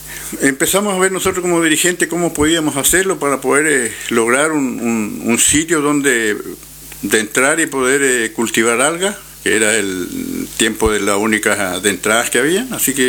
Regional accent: Los Lagos, Chile; Soy de la comunidad Huenque de Caulín, el mismo nombre de mi lugar donde yo vivo, de mi territorio.

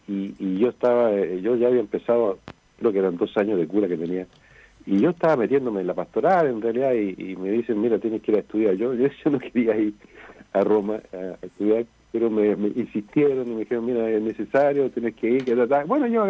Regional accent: Chile; now in Chiloé, Chile; toda la cultura chilota es una riqueza como chileno, ser parte también de esta historia de acá, de Chiloé.

